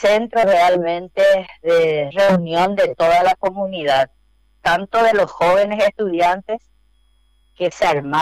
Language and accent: Spanish; Paraguay; seguimos siendo paraguayos